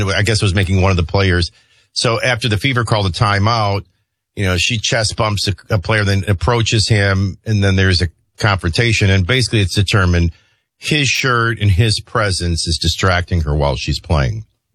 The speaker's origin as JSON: {"language": "English", "town": "New Orleans", "region": "Louisiana", "country": "United States", "tie": "born or raised there", "said": "Well, I grew up in New Orleans, so we're used to that."}